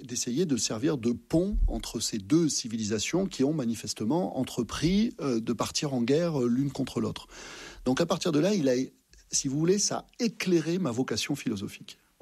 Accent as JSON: {"language": "French", "region": "Massif Central", "country": "France", "said": "moi je suis originaire du Massif Central, alors j'aime beaucoup la capitale, mais c'est quand même pas mon milieu naturel."}